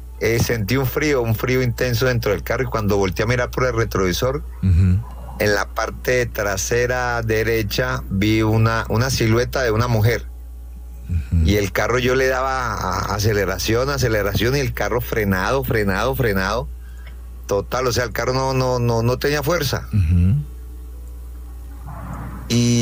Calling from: Palmira, Valle del Cauca, Colombia; desde Palmira, Valle del Cauca.

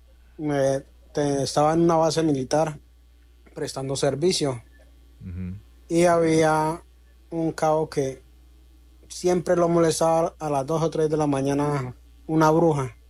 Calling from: Villavicencio, Meta, Colombia; De aquí, de la ciudad de Villavicencio.

